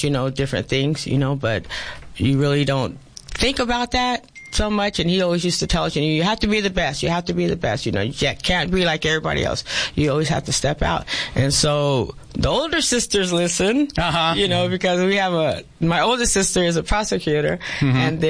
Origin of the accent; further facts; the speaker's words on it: Yuma, Arizona, United States; we grew up in Yuma